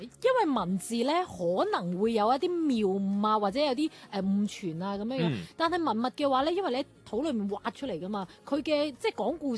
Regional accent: Guangzhou, Guangdong, China; 因為我哋作為廣州人咧，成日以為自己好了解廣州，但係佢問咗幾個問題，我真係唔知喎。

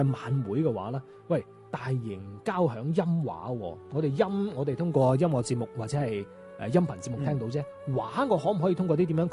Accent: Guangdong, China; 珠玑古巷咧就係我哋廣府人由中原落嚟之後入到嶺南第一處經過嘅地方

